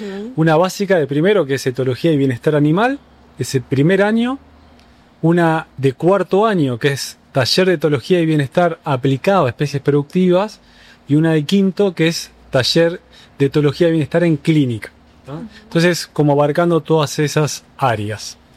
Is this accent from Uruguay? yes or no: yes; Uruguay